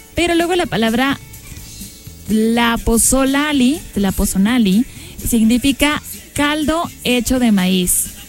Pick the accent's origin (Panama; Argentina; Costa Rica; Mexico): Mexico; ¿cómo somos los mexicanos?